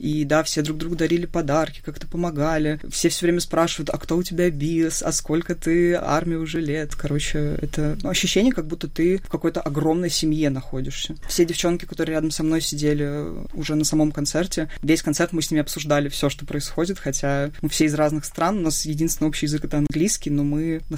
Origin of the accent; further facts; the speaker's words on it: Russia; То есть, ну, я прям девочка из России